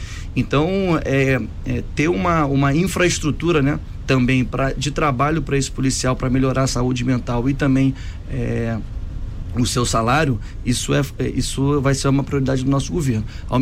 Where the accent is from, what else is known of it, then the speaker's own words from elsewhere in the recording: Nova Iguaçu, Rio de Janeiro, Brazil; born there; also born or lived in Campo Grande, Rio de Janeiro; Eu tenho uma origem, sou nascido e criado na Baixada Fluminense, no quilômetro 32 de Nova Iguaçu. Com meus 10 anos de idade eu fui morar em Campo Grande